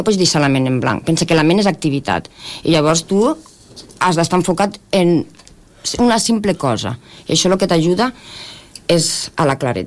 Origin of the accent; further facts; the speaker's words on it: Tortosa, Catalonia, Spain; Jo sóc de Tortosa.